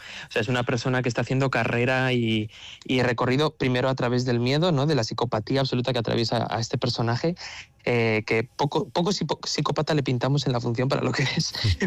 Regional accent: Madrid, Community of Madrid, Spain; yo soy de Madrid

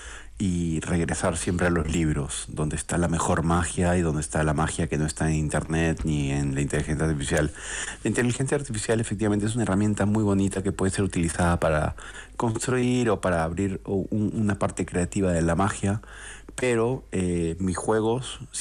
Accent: Lima, Peru; Yo vengo de Perú, yo soy de Lima, de Perú.

